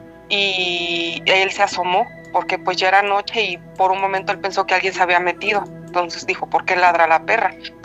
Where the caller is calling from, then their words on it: Toluca, State of Mexico, Mexico; Ya les había marcado alguna vez, soy de Toluca.